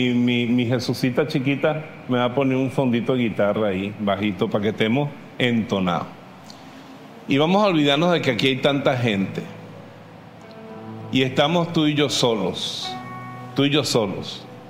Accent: Costa Rica; Además, vengo de Costa Rica. Allá cuando uno cumple 60 años, ya no paga impuestos, ni autobús, ni nada.

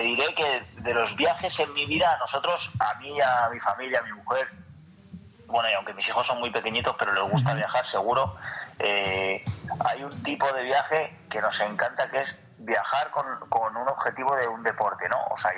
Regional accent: Buitrago de Lozoya, Community of Madrid, Spain; en mi pueblo, en Buitrago de Lozoya

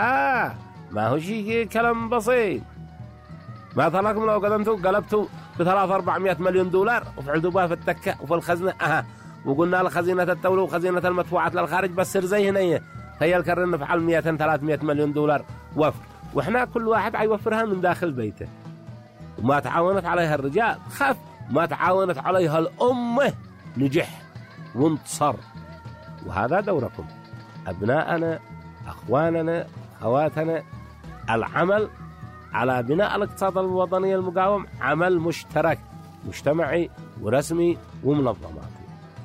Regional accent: Yemen; أنا يمني وأفتخر بمنتجي الزراعي اليمني. أنا يمني وأستهلك محصول أرضي.

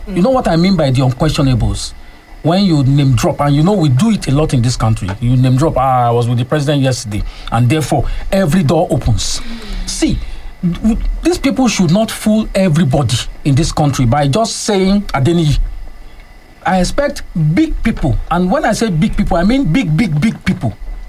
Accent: Nigeria; As a Nigerian

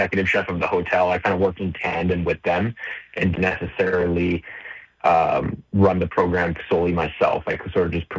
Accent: Canada; No, man, I'm from

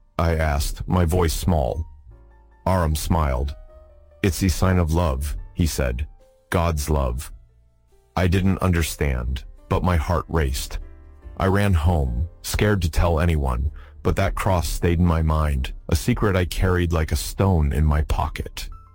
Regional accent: Bandar Bushehr, Bushehr Province, Iran; I was born in 1958 in Bandar Bushehr, a dusty port city by the Persian Gulf.

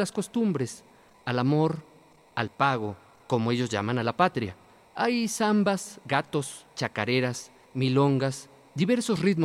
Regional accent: Mexico; nuestro país, México.

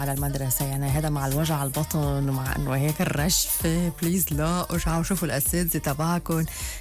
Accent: Lebanon

